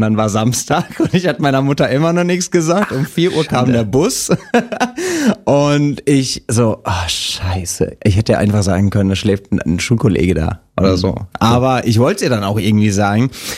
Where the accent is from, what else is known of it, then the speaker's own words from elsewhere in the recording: Bavaria, Germany; born there; also born or lived in Miltenberg, Bavaria; Also wir sind dann irgendwann, als ich in die vierte Klasse kam, glaube ich, Richtung Aschaffenburg gezogen. Mhm. Und auch da haben wir im kleinen Dorf gewohnt. Also das waren nie mehr als 500 Menschen, mit denen ich irgendwie in einem Dorf gewohnt habe. Also alles sehr, sehr dörflich und klein.